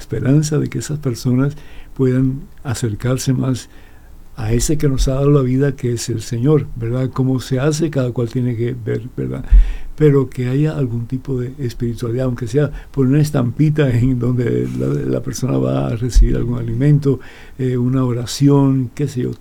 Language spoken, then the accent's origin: Spanish; Cuba; moved away; cuando yo llegué de Cuba con mi hermano y después mis padres que llegaron, 5 años más tarde